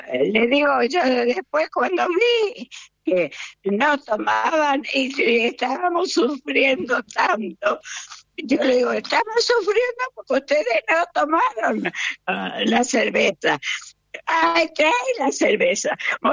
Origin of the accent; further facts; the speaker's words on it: La Gallareta, Santa Fe, Argentina; moved away; yo soy de La Gallareta, provincia de Santa Fe, al norte de Santa Fe